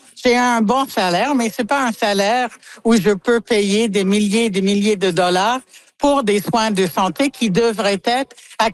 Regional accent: Saskatchewan, Canada; moi je viens de la Saskatchewan

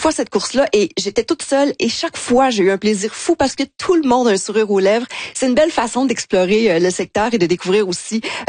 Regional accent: Quebec, Canada; accent: Lac-Saint-Jean; avec mon bel accent anglais du lac Saint-Jean.

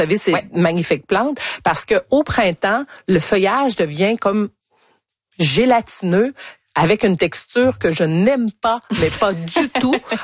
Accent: Quebec, Canada; parce que je viens encore une fois de l'Estrie, on a des chevreuils qui mangent les haies de cèdre.

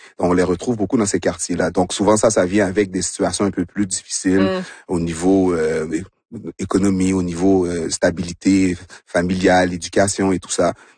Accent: Montreal, Quebec, Canada; Moi, j'ai grandi à Rivière-des-Prairies et Montréal-Nord.

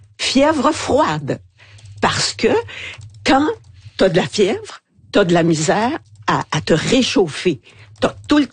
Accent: France; moved away; j'ai beaucoup d'atomes crochus avec la France et je suis moi-même française.

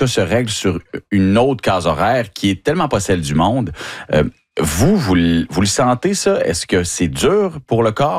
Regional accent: Quebec, Canada; quand on vient du Saguenay-Lac-Saint-Jean, ben oui, c'est vrai

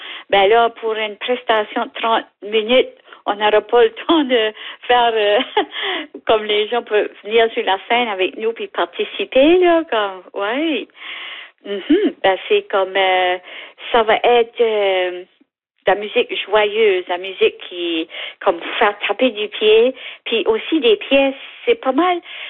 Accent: Pointe-Sapin, New Brunswick, Canada; moi j'ai grandi à Pointe-Sapin.

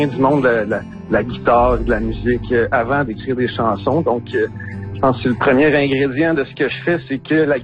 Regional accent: Amos, Quebec, Canada; moved away; j'ai grandi à Amos.

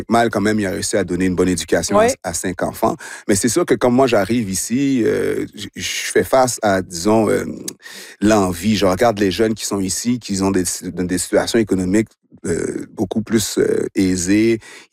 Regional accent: Montreal, Quebec, Canada; born or raised there

